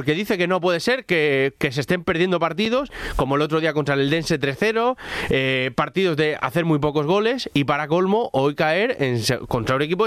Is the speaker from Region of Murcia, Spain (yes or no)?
yes; Alcantarilla, Region of Murcia, Spain; Tengo un amigo en mi pueblo, en Alcantarilla